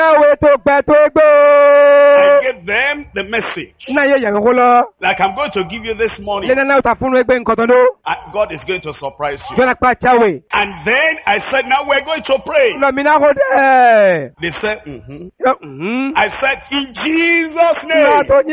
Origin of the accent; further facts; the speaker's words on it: Nigeria; Because I came from Nigeria, Africa.